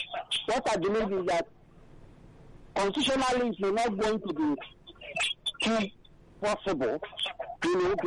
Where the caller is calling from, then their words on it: Nigeria; I'm calling from Abaranjo, Nikosu.